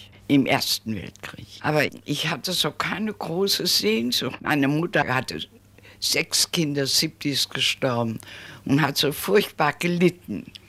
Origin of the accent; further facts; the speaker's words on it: Hesse, Germany; now in Frankfurt, Germany; Obwohl meine Heimat an der waldeckischen Grenze, zwischen Frankenberg und Korbach, ganz auf dem Lande, mich immer noch anzieht